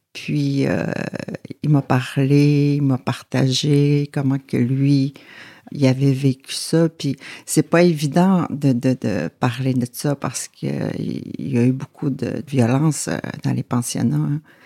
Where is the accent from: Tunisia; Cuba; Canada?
Canada; Maliotenam, Quebec; Oui, je viens de Manioténam, comme vous dites. Je suis née à Québec en 1972.